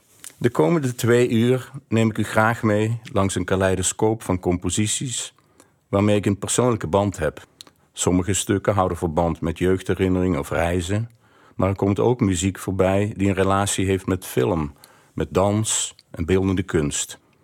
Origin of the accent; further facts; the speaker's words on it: Heerlen, Limburg, Netherlands; Het lied is een verwijzing naar de mijnstreek waar ik opgroeide onder de rook van de Heerlense staatsmijn Oranje Nassau.